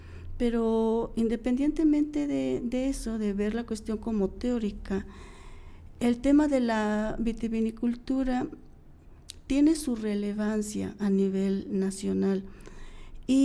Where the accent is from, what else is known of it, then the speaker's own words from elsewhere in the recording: Mexico; lo que somos como mexicanos, como este grupo mestizo, que son la mayoría de la población